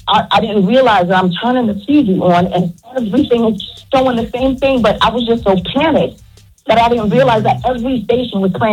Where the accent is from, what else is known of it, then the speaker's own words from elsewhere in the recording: Brooklyn, New York, United States; now in Philadelphia, United States; I'm calling from Philly, but I'm originally from Brooklyn.